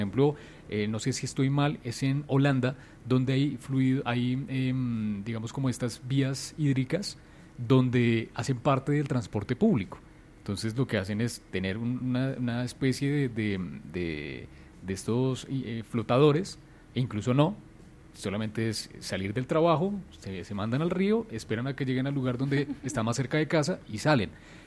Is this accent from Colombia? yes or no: yes; Bogotá, Bogotá D.C., Colombia; como capitalinos, como bogotanos